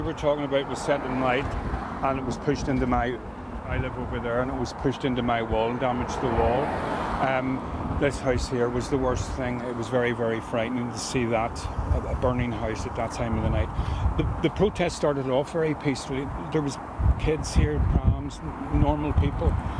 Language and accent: English; Belfast, Northern Ireland, United Kingdom; born there; Belfast is a lovely place, you know. And, you know, we get a lot of tourists here